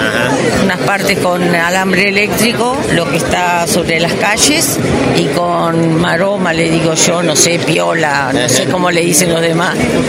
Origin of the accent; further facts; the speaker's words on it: Montevideo, Uruguay; moved away as an adult; now in Canelones, Uruguay; soy de familia de campo, aunque me estudié y me crié en Montevideo también, alternativamente, campo y ciudad.